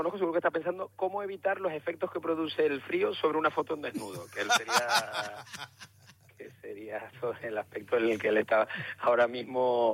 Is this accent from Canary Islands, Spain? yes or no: yes; Canary Islands, Spain; ¿Cómo somos los canarios?